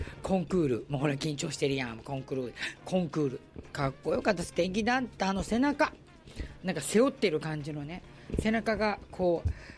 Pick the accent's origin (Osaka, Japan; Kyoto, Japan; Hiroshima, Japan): Osaka, Japan; 若干ね私も大阪人なのでズケズケと、KY とか全然、普通に行くんで